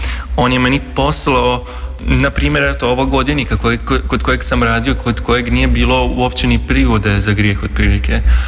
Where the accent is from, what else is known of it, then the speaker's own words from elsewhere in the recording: Vojvodina, Serbia; now in Croatia; ja sam Mađar iz Vojvodine.